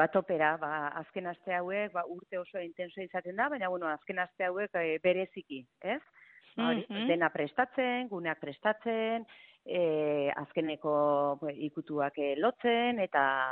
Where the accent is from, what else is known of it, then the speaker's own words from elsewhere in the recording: Bergara, Basque Country, Spain; born there; now in Lakuntza, Spain; Ni berez jaiotzez bergara naiz, baina Malixarrengokoa, eta, bueno, pues, denbora asko eta asko pasadugu sakanan, eta hori, orain lakuntzan